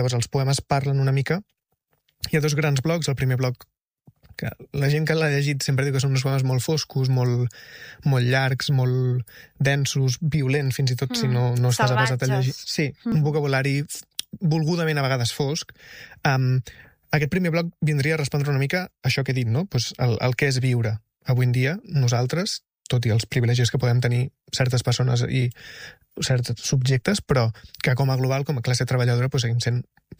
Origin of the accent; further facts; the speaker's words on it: El Masnou, Catalonia, Spain; estem intentant tancar alguna presentació a Barcelona o al meu poble, que és Masnou, etc.